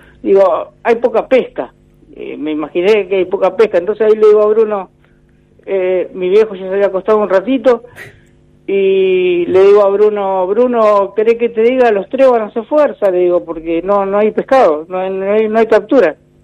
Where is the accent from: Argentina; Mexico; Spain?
Argentina; Arroyo Seco, Santa Fe; Arroyo Seco, Santa Fe.